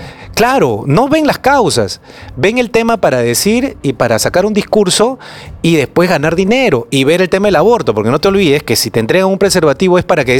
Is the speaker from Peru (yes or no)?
yes; Peru